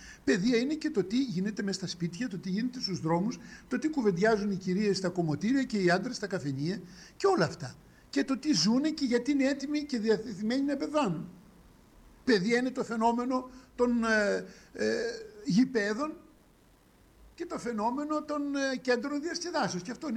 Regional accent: Greece; είμαστε Έλληνες

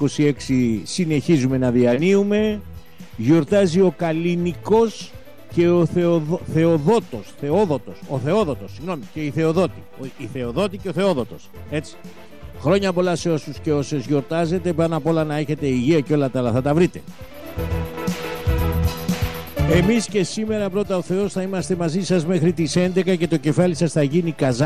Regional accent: Western Greece, Greece; Βεβαίως, καλημέρα στην Έτωλο Ακαρνανία, την πατρίδα μου, καλημέρα στο Μεσολόγγι και στο Αγρίνιο

